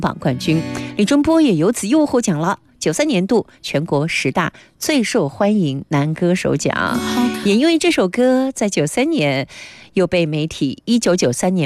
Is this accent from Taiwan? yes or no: no; China